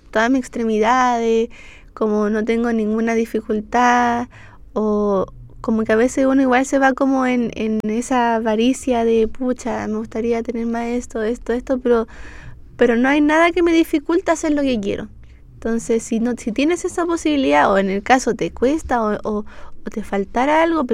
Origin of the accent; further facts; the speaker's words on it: Viña del Mar, Valparaíso, Chile; now in Santiago, Chile; como soy de Viña, yo, bueno, siempre he bailado